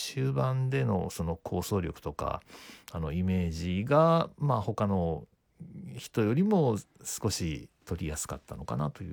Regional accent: Kobe, Hyogo, Japan; 私も神戸生まれで、まあ、ずっと神戸を拠点にして、まあ、今も神戸に住んでいます

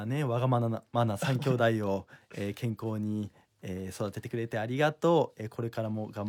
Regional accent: Shiroishi, Miyagi, Japan; born or raised there

